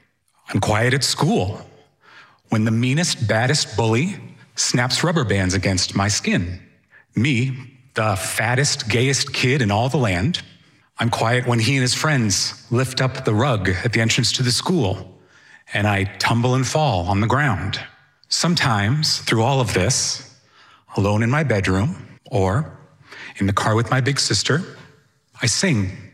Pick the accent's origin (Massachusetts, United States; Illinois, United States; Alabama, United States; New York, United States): Massachusetts, United States; Sudbury; now in Stoneham, United States; I grew up in Sudbury, Massachusetts, and I live in Stoneham now, where I run my own disability law practice, and I am also a writer.